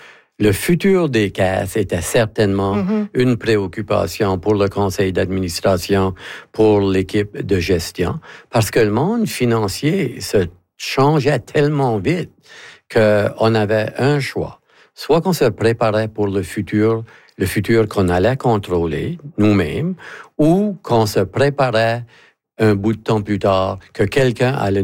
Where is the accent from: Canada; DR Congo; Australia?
Canada; Acadia; Pas nécessairement, parce que Acadien, c'est tout le monde sait qu'on est Acadien, tout le monde sait que notre institution...